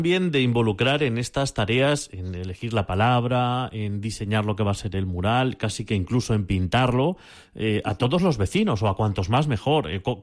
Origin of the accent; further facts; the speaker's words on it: Albalate de las Nogueras, Castilla-La Mancha, Spain; Yo sí lo entiendo, que yo soy de Albalate de las Nogueras y a mí estas palabras no me son ajenas